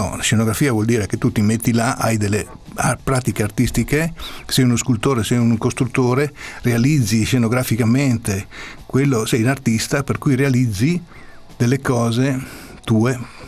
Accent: Pordenone, Friuli-Venezia Giulia, Italy; io sono di Pordenone

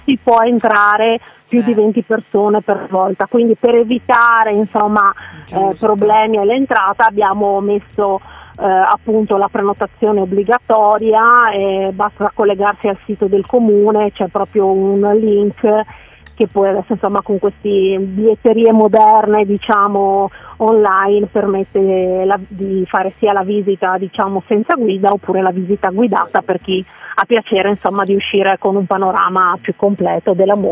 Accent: Magnano in Riviera, Friuli-Venezia Giulia, Italy; anche per noi che siamo di Magnano e Riviera

